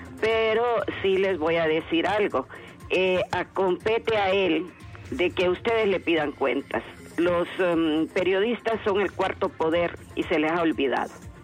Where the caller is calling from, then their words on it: Honduras; como buena hondureña